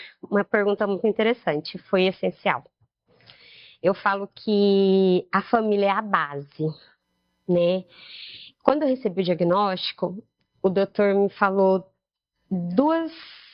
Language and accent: Portuguese; Barretos, São Paulo, Brazil; tenho 43 anos, sou daqui de Barretos mesmo.